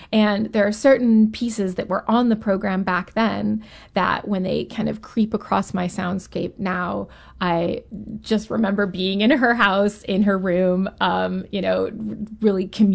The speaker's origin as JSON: {"language": "English", "town": "St. Louis", "region": "Missouri", "country": "United States", "tie": "born or raised there", "said": "my first visit to Powell Hall as a kid growing up in St. Louis."}